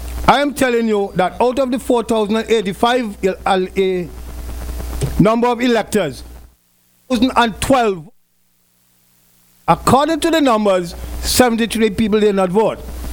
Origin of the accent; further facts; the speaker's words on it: Liberta, Saint Paul, Antigua & Barbuda; because we are little dunce from Green Hill in Liberta.